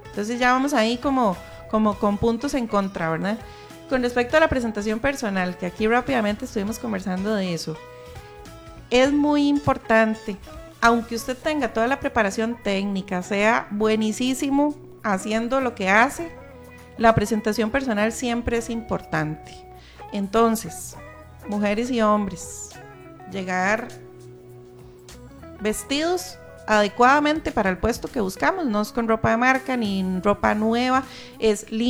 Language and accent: Spanish; Heredia, Costa Rica; yo soy de Heredia